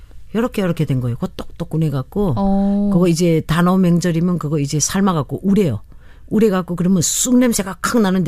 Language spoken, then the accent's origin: Korean; North Korea; now in South Korea; 북한에는 그저 그저 젓갈 같은 거 그저 이렇게 젓었다가 그저 거기다가 그저 고춧가루에다 네. 네. 한 맛이야. 그래도 내 고향 김치 돼서 맛있어요.